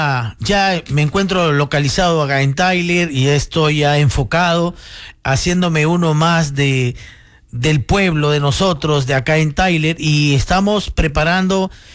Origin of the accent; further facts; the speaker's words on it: Peru; mostrando nuestro pisco peruano, que indudablemente orgulloso nosotros como los mexicanos de su tequila.